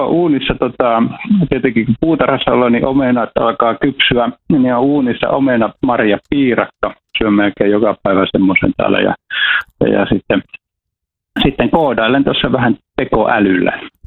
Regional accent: Iisalmi, North Savo, Finland; mä oon syntynyt siellä Iisalmen Peltosalmella ja mä oon ihan vauvana asunut samassa talossa.

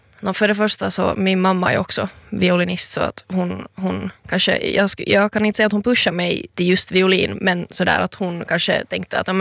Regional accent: Helsinki, Uusimaa, Finland; also born or lived in Espoo; är 22 år gammal, uppvuxen i Helsingfors, född i Esbo.

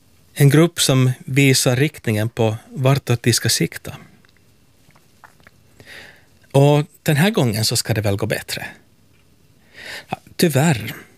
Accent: Helsinki, Uusimaa, Finland; från Helsingfors.

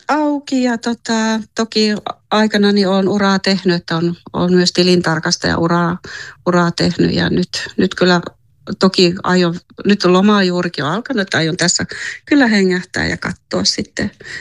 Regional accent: Simo, Lapland, Finland; Tämä on mun kotikunta, niin kyllä mä toivon Simon kunnalle jatkossakin kaikkea hyvää

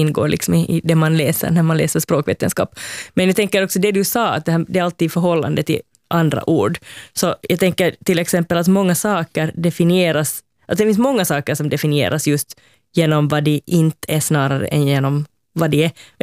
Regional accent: Finland; nej, jag är inte från Sverige.

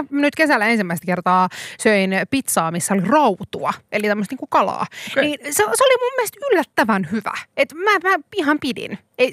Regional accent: Kuopio, North Savo, Finland; Mä oon Kuopiosta.

